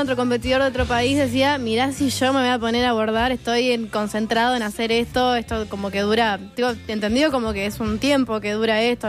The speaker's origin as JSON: {"language": "Spanish", "country": "Uruguay", "said": "Uno como uruguayo medio que se achica a veces"}